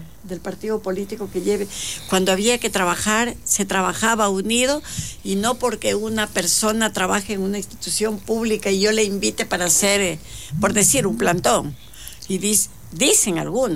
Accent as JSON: {"language": "Spanish", "region": "Sucumbíos", "country": "Ecuador", "said": "la gente de Sucumbío y Orellana, en este caso, tengamos trabajo"}